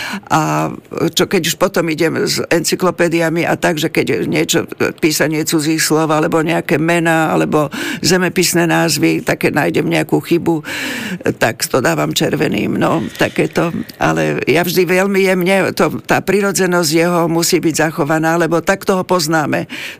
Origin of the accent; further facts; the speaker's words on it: Blatnica, Žilina Region, Slovakia; A to som bola rada aj preto, že Maša Halamová pochádza z Blatnice, z mojej rodnej obce